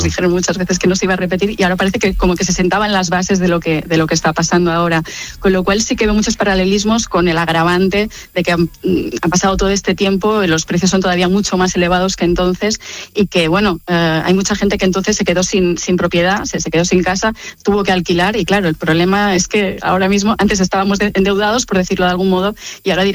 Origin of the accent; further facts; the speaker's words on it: Mallorca, Balearic Islands, Spain; moved away as an adult; also born or lived in Barcelona, Spain; yo llegué de Mallorca a Barcelona con 18 años y también eso hizo que viviera en muchos sitios diferentes con personas diferentes.